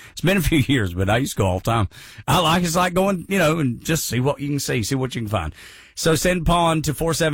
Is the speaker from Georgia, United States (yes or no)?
yes; Dalton, Georgia, United States; Kid from my hometown of Dalton